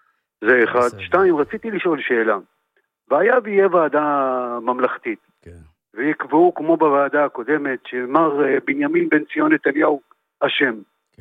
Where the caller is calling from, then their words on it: Rishon LeZion, Central District, Israel; מראשון לציון.